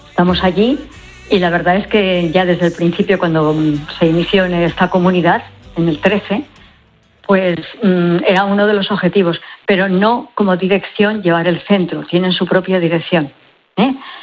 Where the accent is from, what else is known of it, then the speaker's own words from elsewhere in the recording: Bañares, La Rioja, Spain; moved away as an adult; now in El Salvador; Pues una de Logroño, como soy yo, soy de Bañares, ¿eh? Uh-huh. De Bañares.